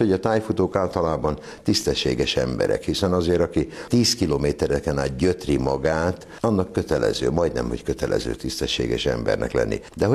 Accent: Hungary; kérdezte, hogy de donde señor? És mondtam neki, hogy de Hungria.

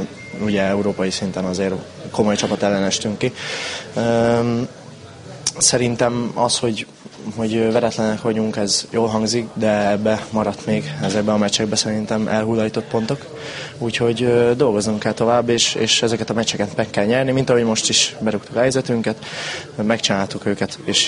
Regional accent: Paks, Tolna, Hungary; Paksi srác vagyok, szóval én itt is nevelkedtem

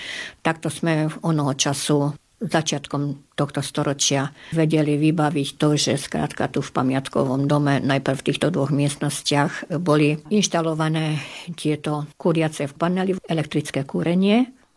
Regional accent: Hungary; tu v Maďarsku, u nás v Roslani

